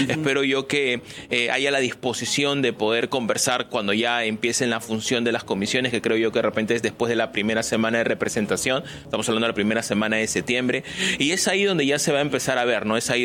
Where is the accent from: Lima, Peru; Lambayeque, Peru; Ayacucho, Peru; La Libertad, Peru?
Lima, Peru; Villa El Salvador; Yo vengo del sector privado, vengo de Villa El Salvador para empezar. Ahí crecí, mi mamá fue fundadora del Vaso de Leche, Comedores Populares.